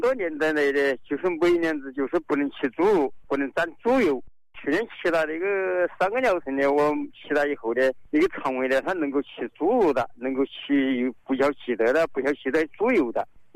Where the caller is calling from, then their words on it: Zhijiang, Hubei, China; 我是湖北枝江的。